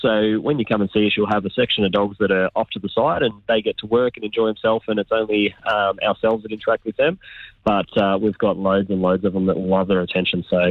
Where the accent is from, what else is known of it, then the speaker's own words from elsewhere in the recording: Australia; I've realised along the way that I'm Australian.